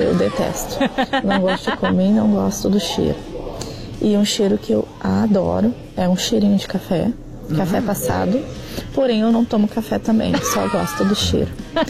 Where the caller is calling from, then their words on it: Novo Hamburgo, Rio Grande do Sul, Brazil; Sou aqui de Novo Hamburgo.